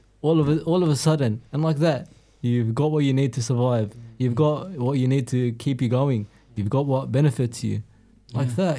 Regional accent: Australia; Born and bred in Australia

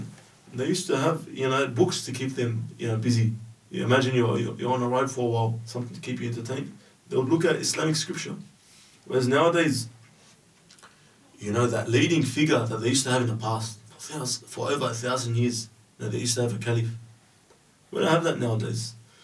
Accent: Australia; growing up in Australia

